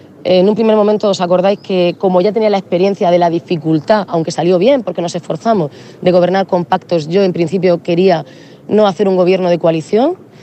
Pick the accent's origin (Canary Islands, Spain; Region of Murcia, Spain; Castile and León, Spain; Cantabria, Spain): Region of Murcia, Spain; Cartagena; Yo creo que los principales perjudicados somos todos los cartageneros.